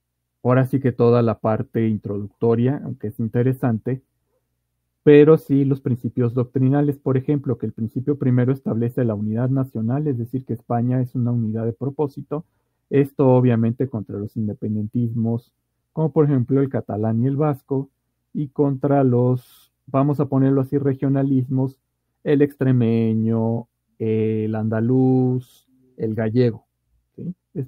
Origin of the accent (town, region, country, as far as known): Mexico